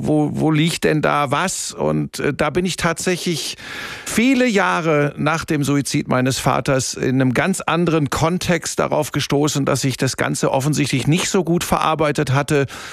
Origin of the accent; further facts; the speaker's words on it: Hagen, North Rhine-Westphalia, Germany; also born or lived in Bottrop / Cologne; now in Munich, Germany; Ja, ich bin geboren in Bottrop. Das ist wirklich, Inbegriff des Ruhrgebiets. Bin dann aufgewachsen in Hagen. Das ist so Tor zum Sauerland, ja.